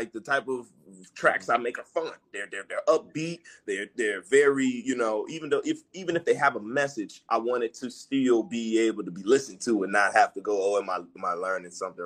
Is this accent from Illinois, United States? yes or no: yes; Chicago, Illinois, United States; I'm from Chicago, man. My mama from Eaglewood.